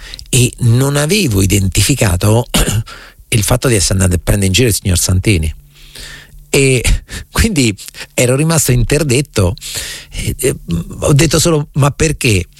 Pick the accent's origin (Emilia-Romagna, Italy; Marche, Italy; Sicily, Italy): Marche, Italy; Recanati; born there